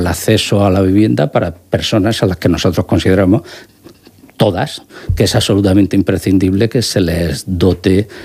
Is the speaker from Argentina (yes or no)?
no; Molina de Segura, Region of Murcia, Spain; Molina de Segura, mi pueblo